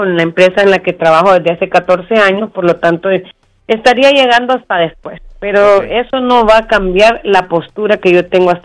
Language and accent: Spanish; Honduras